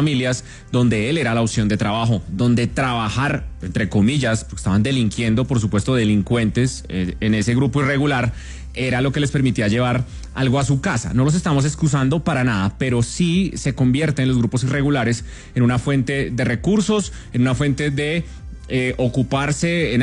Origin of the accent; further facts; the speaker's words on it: Colombia; y entonces eso nos pone a cuestionarnos como colombianos